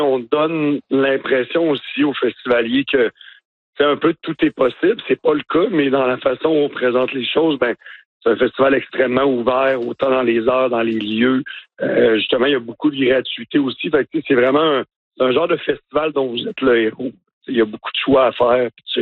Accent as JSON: {"language": "French", "town": "Baie-Saint-Paul", "region": "Quebec", "country": "Canada", "tie": "born or raised there", "said": "Moi et Anne-Marie, qui est partie de l'événement avec moi, on est born and raised, là, on est de Baie-Saint-Paul, fait qu'on connaît les gens, puis on sent qu'on a ce devoir-là."}